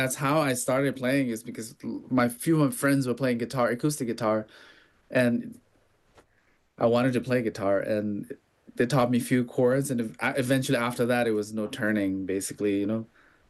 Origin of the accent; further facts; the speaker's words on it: Bhutan; So I grew up in Bhutan.